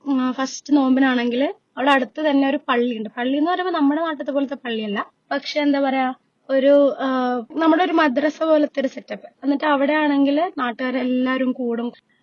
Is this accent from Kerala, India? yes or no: no; Kavaratti, Lakshadweep, India; moved away as an adult; ഞാൻ കവരത്തി സ്വദേശിയാണ്. ഈദിനെ കുറിച്ച് പറയാനാണെങ്കിൽ ഞാനിപ്പോ അബ്രോഡ് ഷിഫ്റ്റ് ചെയ്തിട്ട് ഓൾമോസ്റ്റ് 4 വർഷമാവാനായി.